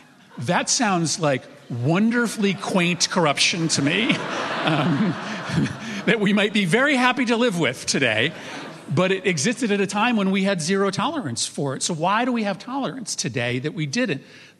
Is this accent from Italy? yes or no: no; United States; as an American